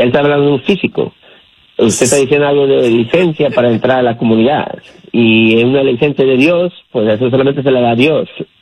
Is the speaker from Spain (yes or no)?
no; United States; born there; Ah, pues sí, pero yo pensaba que me estaba preguntando a qué vine. Si yo no vine aquí, yo nací aquí.